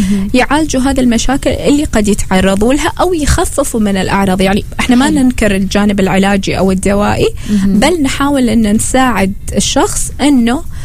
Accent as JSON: {"language": "Arabic", "country": "Oman"}